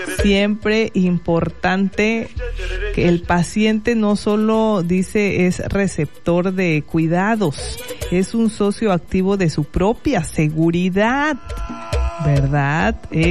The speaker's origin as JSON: {"language": "Spanish", "country": "Mexico"}